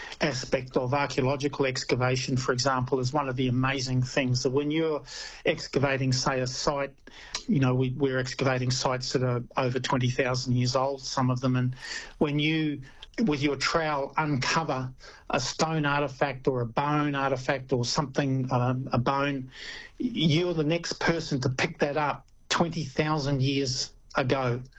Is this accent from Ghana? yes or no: no; New Zealand; now in Australia; I'm from New Zealand originally, and my interest came, I come off a farm